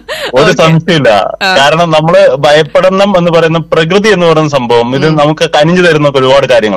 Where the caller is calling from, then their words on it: Kerala, India; Correct പുൽപ്പള്ളിയാണ്, അതായത് ചിറ്റൂരിന്ന് പാലക്കാട് പോകുന്ന കൊടുമ്പ് വഴി പോകുന്ന സ്ഥലം.